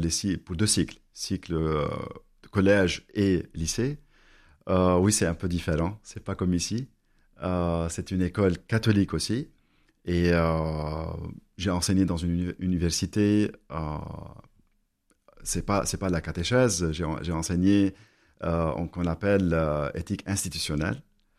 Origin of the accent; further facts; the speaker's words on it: Lebanon; French is a second language; Il pose beaucoup de questions à propos de mon accent, d'où je suis, où est le Liban aussi.